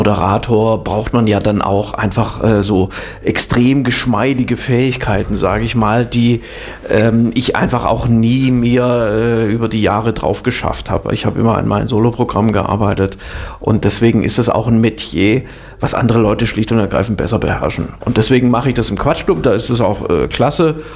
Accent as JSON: {"language": "German", "region": "Swabia", "country": "Germany", "tie": "born or raised there", "also_born_or_lived": "Stade", "said": "dann wurde ich zwar in Norddeutschland geboren, aber bin dann auch sehr schnell nach Schwaben umgezogen. Im Grunde bin ich Schwabe. Also auch bis heute, man hört es jetzt nicht mehr so im Dialekt, aber auch so, mein Herz hängt halt auch schon so am Süden Deutschlands."}